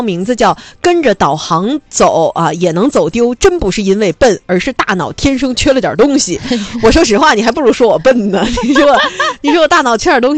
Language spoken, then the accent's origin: Chinese; Tangshan, Hebei, China; now in Haikou, China; 其实现在就是回老家、回唐山之后，也很容易分辨出来东南西北